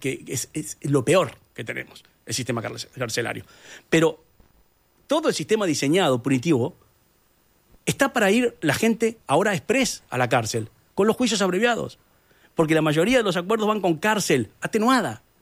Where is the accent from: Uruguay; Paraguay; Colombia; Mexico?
Uruguay; now in Chile; Yo hace 25 años que me fui de Uruguay. España, Alemania, Chile ahora.